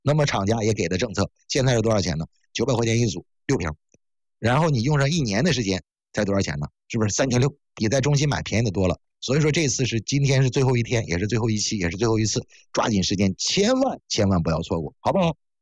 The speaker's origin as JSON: {"language": "Chinese", "region": "Northeast China", "country": "China", "said": "我不是说嫌那东西不好，是我是东北人，我哪见这些东西啊？"}